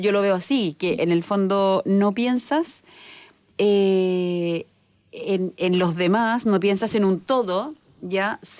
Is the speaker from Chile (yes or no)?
yes; Chile